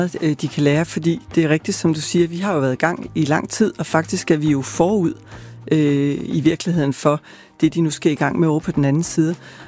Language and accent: Danish; Bornholm, Capital Region of Denmark, Denmark; Og så er vi som Bornholmer virkelig, virkelig taknemmelige.